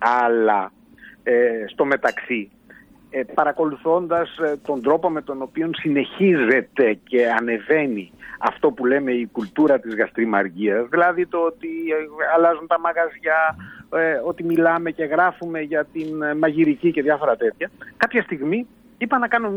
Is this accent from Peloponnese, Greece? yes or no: yes; Mani, Peloponnese, Greece